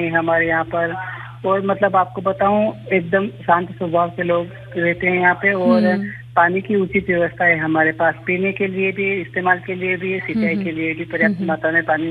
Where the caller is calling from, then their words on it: Madhya Pradesh, India; उज्जैन से 30 किलोमीटर दूर है हमारा गांव, एकदम साफ सुथरा क्लीन शहर है गांव है हमारा।